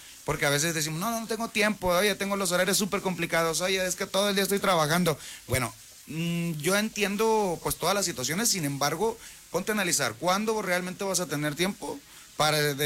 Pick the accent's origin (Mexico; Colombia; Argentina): Mexico; Culiacán, Sinaloa; moved away as an adult; now in San Luis Potosí, Mexico